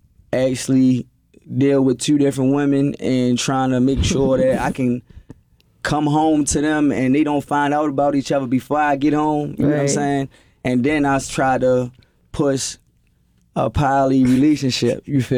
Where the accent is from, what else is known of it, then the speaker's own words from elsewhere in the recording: Baltimore, Maryland, United States; No, I ain't gonna lie. I grew up in East Baltimore. I'm from Greymount.